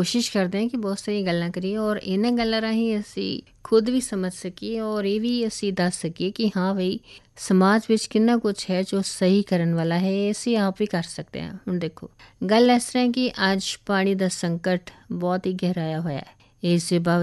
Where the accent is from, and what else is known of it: Punjab, India